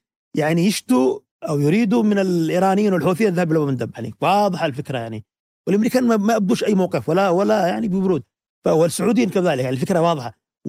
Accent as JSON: {"language": "Arabic", "country": "Yemen", "said": "انا كيمني."}